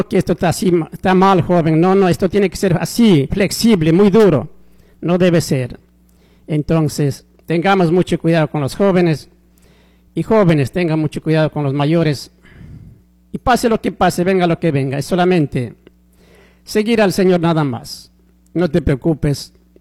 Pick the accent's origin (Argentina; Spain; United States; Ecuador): Ecuador; Somos sangre ecuatorianos.